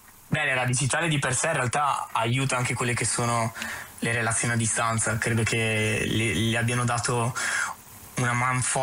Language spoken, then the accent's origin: Italian; Trento, Trentino-Alto Adige, Italy; also born or lived in Apulia